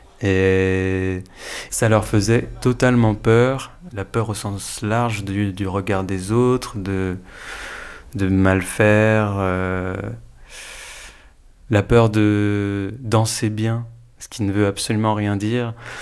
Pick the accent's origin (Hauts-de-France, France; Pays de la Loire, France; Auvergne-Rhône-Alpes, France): Pays de la Loire, France; Nantes; moved away; j'ai 31 ans, je suis originaire de Nantes